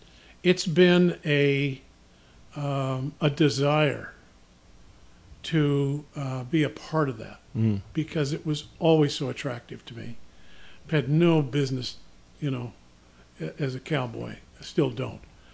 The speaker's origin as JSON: {"language": "English", "region": "California", "country": "United States", "tie": "born or raised there", "said": "I'm a native Californian. I grew up in California."}